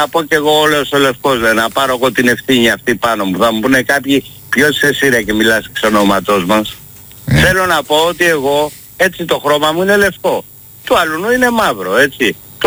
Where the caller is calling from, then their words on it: Western Greece, Greece; Και εγώ είχα και έχω φίλους από τα μέρη μου πάνω από το Ξηρόμερο